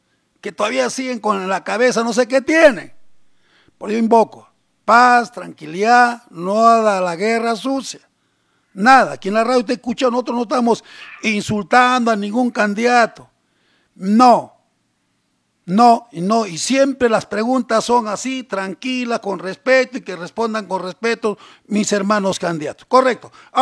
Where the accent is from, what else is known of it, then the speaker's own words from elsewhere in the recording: Ilabaya, Tacna, Peru; Yo soy de un distrito millonario como es Silabaya, donde tiene millones y donde viene mucha gente afuera y trabaja.